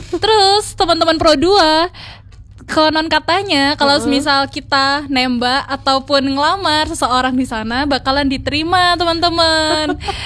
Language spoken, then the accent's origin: Indonesian; Surabaya, East Java, Indonesia; kalau saya dari Kecamatan Mulyorejo.